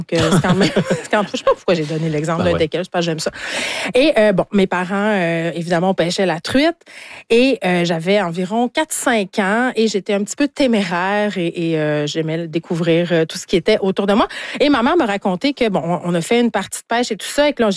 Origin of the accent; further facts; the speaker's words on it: Saguenay, Quebec, Canada; parce que, bon, je viens du Saguenay, j'arrête pas de le répéter.